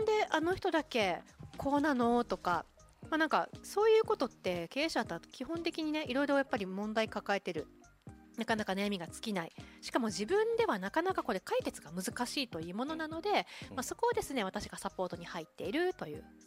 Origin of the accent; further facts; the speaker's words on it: Kochi, Japan; born there; moved away as an adult; now in Okinawa, Japan; 私は高知県の生まれで、うん、今沖縄に住んで、20年目、うんうん、24歳の時に沖縄に来たんで